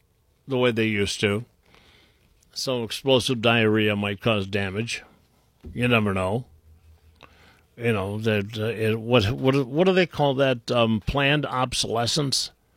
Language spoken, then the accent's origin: English; Willowick, Ohio, United States; I grew up in Willowick, which is just a little... houses are basically one right next to the next